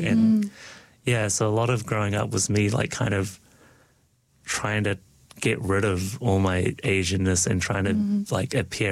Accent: Dunedin, Otago, New Zealand; first language Cantonese and English; growing up in New Zealand because, like, very quickly on, I realized how different I was from the other kids, because Dunedin's very white.

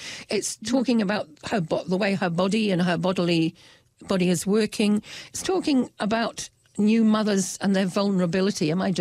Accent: England, United Kingdom; now in New Zealand; And in fact, I come from England, so I'm still

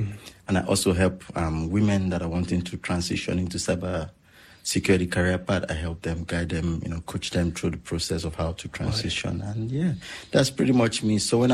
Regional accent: Nigeria; moved away as an adult; now in New Zealand; I'm originally from Nigeria. I moved to New Zealand 11 years ago. So, New Zealand is home for me now, and I must say I've been blessed, living in this country.

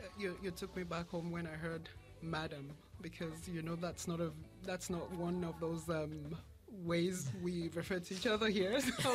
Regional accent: Nigeria; moved away as an adult; also born or lived in Wellington, New Zealand; now in Hawke's Bay, New Zealand; I am Nigerian and Yoruba by tribe. I have been in Hawke's Bay. I've made Hawke's Bay home for almost 14 years now.

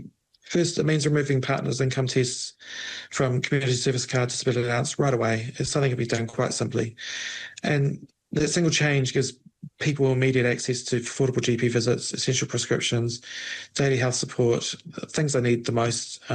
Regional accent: New Zealand; we're paying in revenue as a Kiwi, as an individual.

